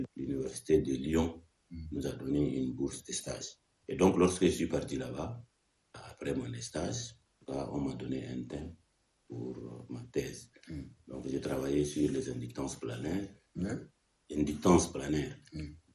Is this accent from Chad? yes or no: yes; Abéché, Ouaddaï, Chad; moved away as an adult; now in N'Djamena, Chad; Je suis né en 1969, à Béchi … de mère